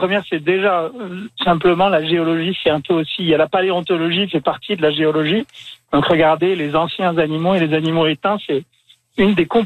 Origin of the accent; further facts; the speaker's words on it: Toulouse, Occitanie, France; also born or lived in Guadeloupe; now in Ottawa, Canada; Moi, je viens de Toulouse